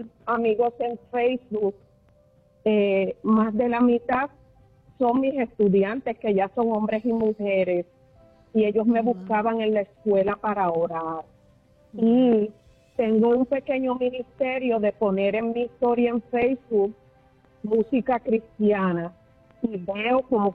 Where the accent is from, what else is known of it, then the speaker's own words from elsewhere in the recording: Puerto Rico; Y estoy sumamente agradecida por estar en Puerto Rico, en mi país, después de varios años estar fuera.